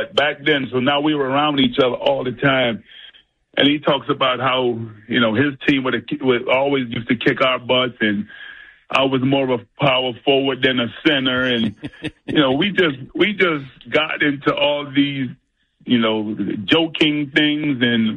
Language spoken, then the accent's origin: English; Jamaica; now in United States; I used to want to play soccer when I was growing up in Jamaica. I wanted to be the next Pelé. Moved to America, fell in love with this game of basketball.